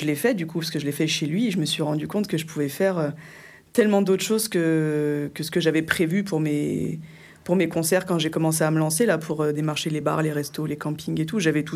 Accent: Auvergne-Rhône-Alpes, France; moved away as an adult; now in Montagnac, France; Non, moi, je viens du sud de Lyon.

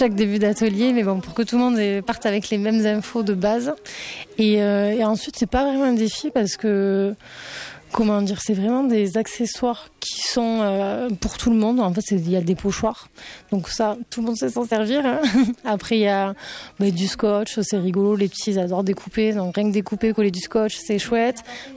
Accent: Argelès-Gazost, Occitanie, France; moi, déjà, personnellement, j'habite pas loin. Enfin, je suis d'Argelès.

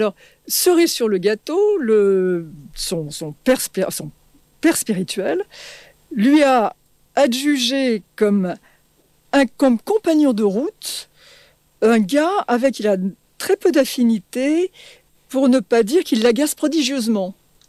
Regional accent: France; comme je suis française malgré mon nom

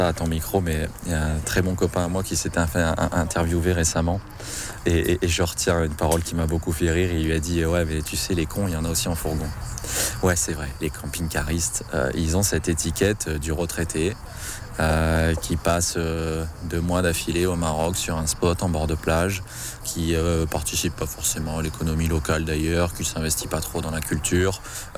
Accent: Provence-Alpes-Côte d'Azur, France; Oui, tu sais, je viens de la Côte d'Azur, donc les barrières à 1m90, 2m, oui, on les connaît.

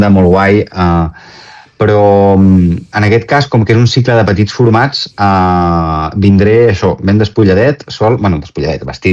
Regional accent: Girona, Catalonia, Spain; Soc de Girona, gironí.

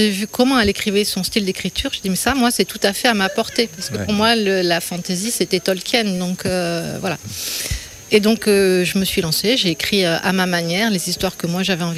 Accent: Occitanie, France; Je viens des Hautes-Pyrénées, au sud de Lourdes

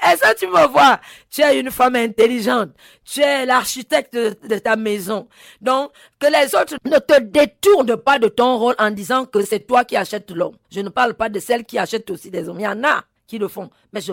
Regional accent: Gabon; les gens venaient et pensaient que j'ai commandé les choses chez moi au Gabon

